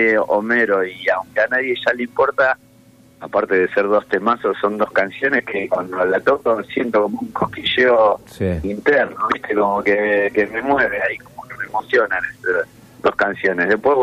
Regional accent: Buenos Aires, Argentina; Pasa es que somos los tres de Piedrabuena, nosotros somos de un barrio acá de Lugano que se llama sí. Piedrabuena. Yo vivo actualmente, nací acá y sigo viviendo acá

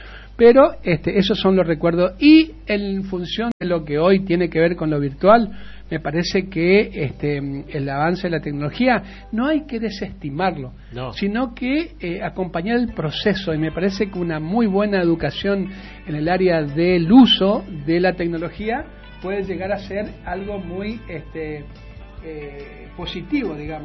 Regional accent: Charadai, Chaco, Argentina; moved away; en Charaday, mi pueblo querido, que siempre lo recuerdo

